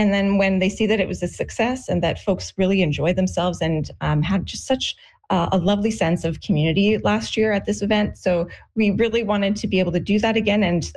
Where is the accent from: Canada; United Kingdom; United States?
Canada; I think that one of the coolest things about being Canadian is our multicultural identity. I love how growing up with people from all over the world